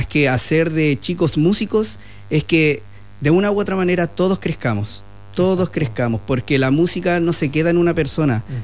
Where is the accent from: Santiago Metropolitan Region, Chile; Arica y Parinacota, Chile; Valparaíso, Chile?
Santiago Metropolitan Region, Chile; Santiago; moved away as an adult; now in Pitrufquén, Chile; aquí como santiaguino estamos acostumbrados a unos fríos que aquí son otra cosa